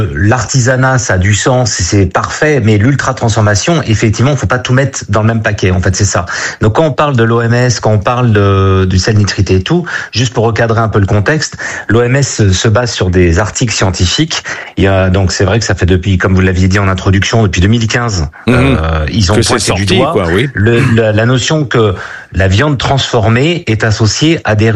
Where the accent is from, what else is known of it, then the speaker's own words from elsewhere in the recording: Brittany, France; born there; moi, je suis né en Bretagne et mon grand-père était charcutier.